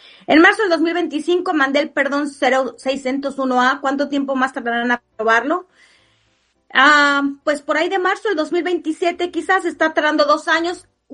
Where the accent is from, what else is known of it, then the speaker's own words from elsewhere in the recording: Mexico; Soy de México.